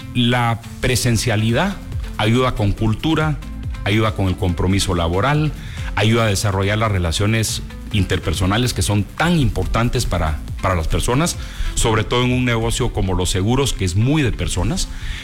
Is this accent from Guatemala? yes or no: yes; Guatemala; los guatemaltecos no entendemos mucho de los seguros